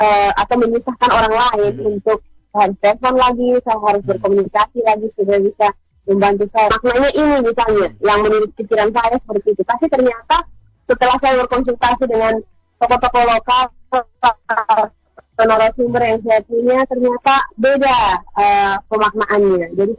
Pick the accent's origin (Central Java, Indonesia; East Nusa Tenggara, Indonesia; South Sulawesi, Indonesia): East Nusa Tenggara, Indonesia; Kodi; karena saya ini bukan asli orang Kodi, saya campuran orang Kodi di sini, orang Kodi Kefa.